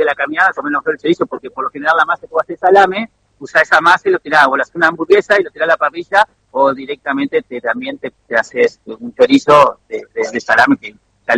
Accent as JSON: {"language": "Spanish", "town": "Viale", "region": "Entre Ríos", "country": "Argentina", "tie": "born there", "said": "tengo donde nací en Viale"}